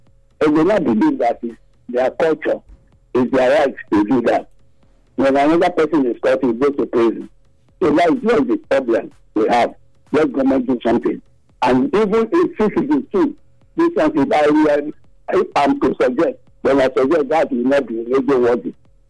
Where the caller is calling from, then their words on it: Nigeria; So I'm calling from Ogbeso community.